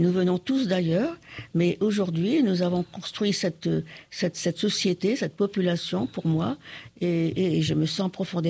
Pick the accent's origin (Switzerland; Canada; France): France; Réunion; Je suis réunionnaise et je le renie pas.